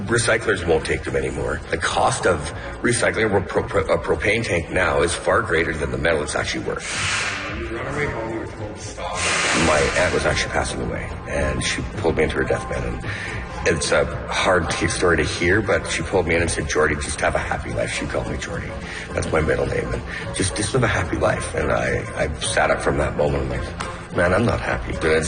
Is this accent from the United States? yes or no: no; Canada; I'm a Canadian artist here based in Alberta, just south of Edmonton.